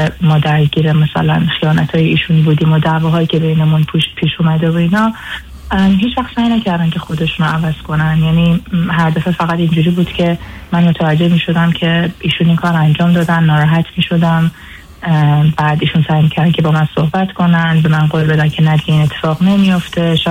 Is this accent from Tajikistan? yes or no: no; Afghanistan; now in Australia; ما اهل افغانستان هستیم.